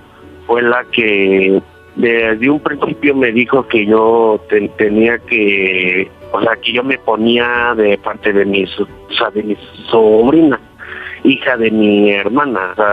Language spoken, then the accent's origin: Spanish; Mexico City, Mexico; 33 años, de la Ciudad de México.